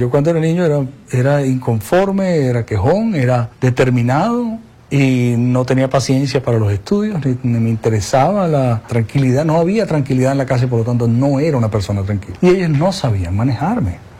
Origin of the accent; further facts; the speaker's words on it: Venezuela; also born or lived in Israel; Y nací en Israel en el año 52, en el 53 y medio. Me trajeron a Venezuela, mi papá vino.